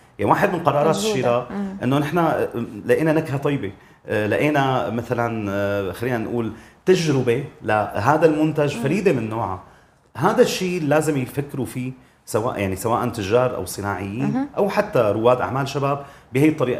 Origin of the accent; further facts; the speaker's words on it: Syria; هم عندنا بسوريا بالسوق السوريه تغير وزنها بشكل جذري